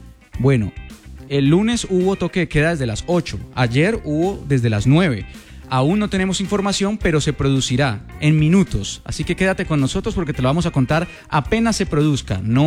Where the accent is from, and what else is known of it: Cali, Valle del Cauca, Colombia